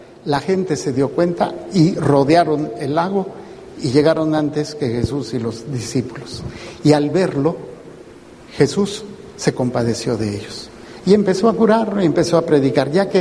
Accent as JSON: {"language": "Spanish", "region": "Mexico City", "country": "Mexico", "tie": "born there", "said": "allá en la parroquia donde nací, en la Pasión, la Sagrada Pasión, allá en la Ciudad de México"}